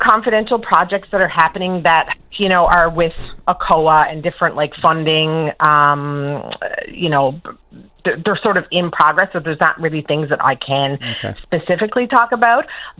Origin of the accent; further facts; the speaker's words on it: Harbour Grace, Newfoundland and Labrador, Canada; I'm originally from Harbor Grace